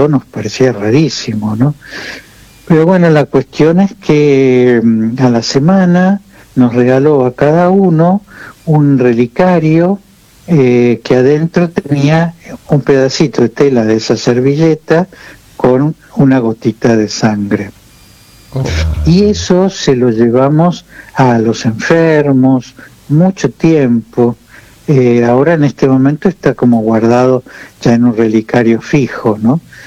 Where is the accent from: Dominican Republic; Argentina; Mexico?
Argentina; also born or lived in Toledo, Spain; volví a la Argentina, yo soy argentino, ¿no es cierto?